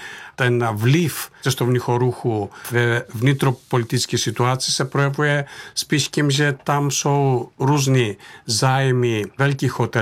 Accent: Thessaly, Greece; moved away; když jsem odcházel z Měchom města, který se nachází uprostřed nejúrodnější oblasti Řecka, je to region Tesálie, tak to město mělo přes 6 000 obyvatel.

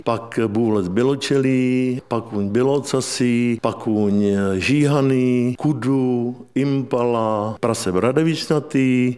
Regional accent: Vysočina Region, Czechia; A navíc jsem z Vysočiny

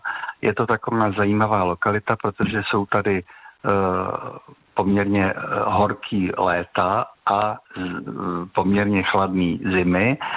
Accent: Opočno, Hradec Králové Region, Czechia; My jsme v té době bydleli v Opočně, takže já jsem trávil mládí v Opočně, ale když se dostavila služební budova v roce 67, tak jsme se sem přestěhovali a trávil jsem tady ne úplně dětství, ale dospívání.

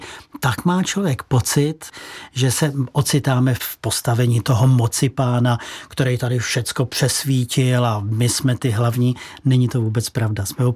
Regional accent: Prague, Czechia; born there

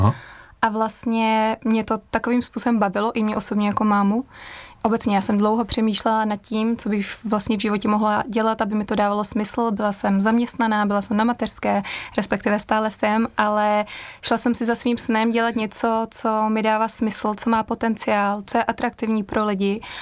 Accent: Prague, Czechia; Jsem z Karlína

